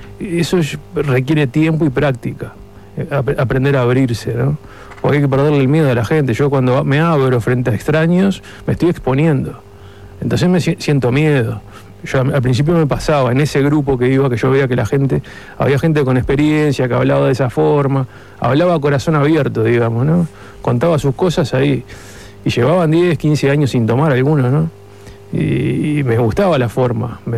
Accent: Montevideo, Uruguay; yo soy de Montevideo

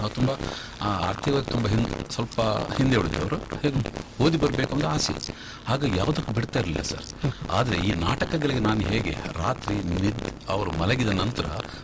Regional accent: Karnataka, India; ನಾನು ಅದೇ ಹೊಯ್ಗೆಬೈಲ್, ನಮ್ಮ ಉರ್ವ ಹೊಯ್ಗೆಬೈಲ್ ಅಂತ ಹೇಳ್ತಾರೆ, ಅದು ಬೋಳು ಗ್ರಾಮಕ್ಕೆ ಸೇರುತ್ತೆ. ಸೊ ಅಲ್ಲಿ ನಾನು ಹುಟ್ಟಿದ್ದು.

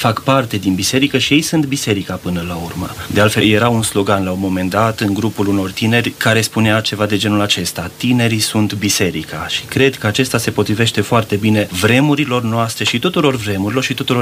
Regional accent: Breaza, Romania; Încă de când eram copil, în satul meu natal la Breaza

